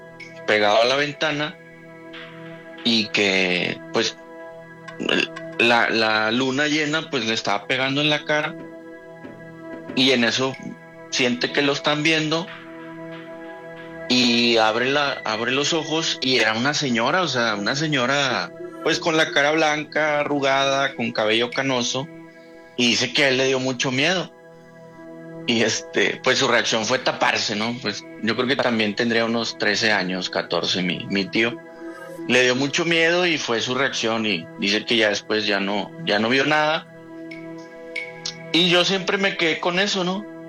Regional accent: San Nicolás de los Garza, Nuevo León, Mexico; now in Apodaca, Mexico; Soy de... Pues soy de San Nicolás, de los Garza, pero vivo en Apodaca, Nuevo León.

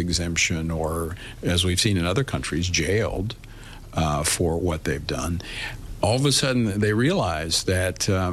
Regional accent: Louisiana, United States; I've been through a number of natural disasters in my home state of Louisiana

